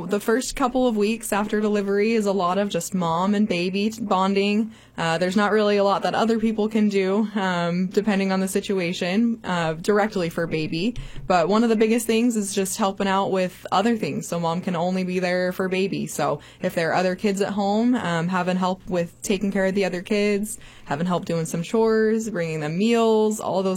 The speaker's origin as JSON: {"language": "English", "town": "Las Vegas", "region": "Nevada", "country": "United States", "also_born_or_lived": "Missouri", "moved": "as an adult", "lives_now": "Farmington, United States", "said": "I'm originally from Las Vegas, Nevada."}